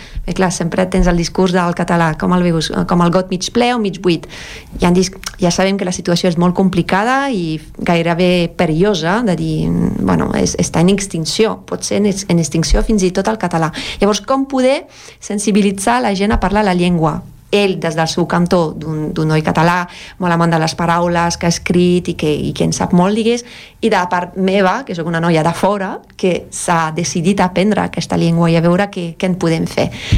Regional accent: France; Catalan is a second language; moved away; soc francesa

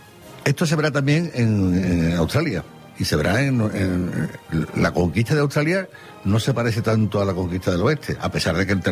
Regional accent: Spain

